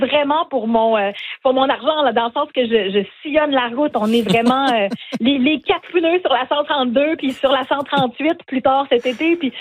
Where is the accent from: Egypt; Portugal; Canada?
Canada; Maria, Quebec; mon patelin, pas très loin de chez moi, d'où je viens, de la Gaspésie, de la baie des Chaleurs.